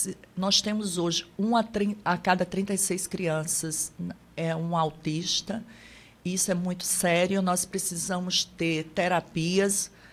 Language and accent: Portuguese; João Pessoa, Paraíba, Brazil; born there; also born or lived in São Paulo; E eu só fui nascer em São Paulo, eu sou paraibana de coração.